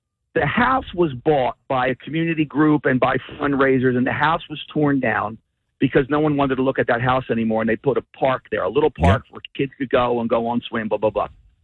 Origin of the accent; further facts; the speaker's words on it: Hamilton, New Jersey, United States; now in Surf City, United States; I grew up in Hamilton